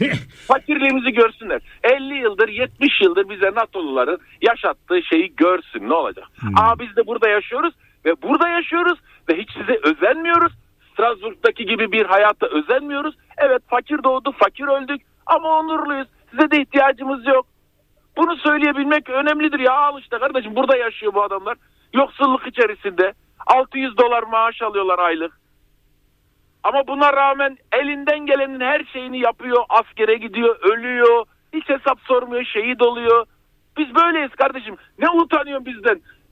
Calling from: Ankara, Turkey; Ankara'dan arıyorum hocam.

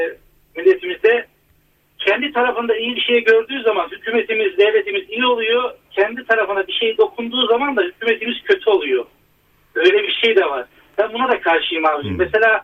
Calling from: Konya, Turkey; Konya'dan arıyorum.

